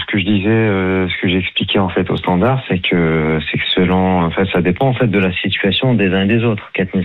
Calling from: Auvergne-Rhône-Alpes, France; j'habite en Haute-Savoie, les loyers sont extrêmement chers

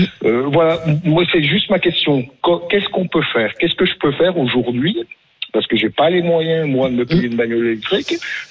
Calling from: France; je suis un Français moyen

